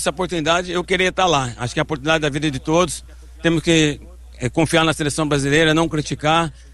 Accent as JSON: {"language": "Portuguese", "country": "Brazil", "said": "Eu, como brasileiro, torço pro brasileiro"}